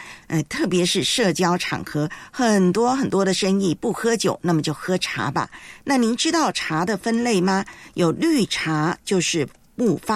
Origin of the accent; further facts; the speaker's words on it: Taiwan; moved away; 我的家乡高山乌龙茶